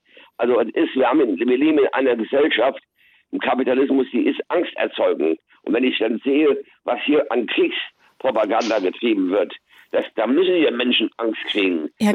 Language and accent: German; East Germany, Germany; moved away; Ich bin aus der DDR gekommen. Ich musste mich hier als Deutscher, als Flüchtling in Deutschland, musste ich mich behaupten.